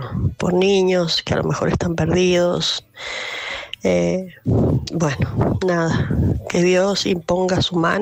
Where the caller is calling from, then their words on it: Argentina; Un abrazo grande, Sandrito, desde Argentina.